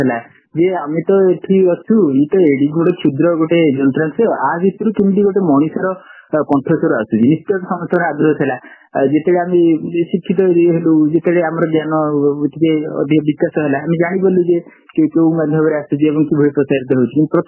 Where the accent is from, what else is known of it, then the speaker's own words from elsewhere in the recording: Cuttack, Odisha, India; born there; ଯେହେତୁ ମୁଁ ମୋ ଜନ୍ମ କଟକ ଜିଲ୍ଲାରେ, ତେଣୁକରି କଟକର କାର୍ଯ୍ୟକ୍ରମ ଆକାଶବାଣୀ କଟକରୁ ଶୁଣେ।